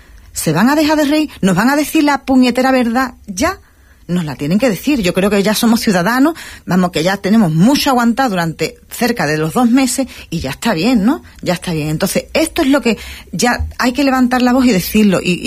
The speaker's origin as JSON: {"language": "Spanish", "region": "Ceuta", "country": "Spain", "said": "lo hago desde ciudadana ceutí"}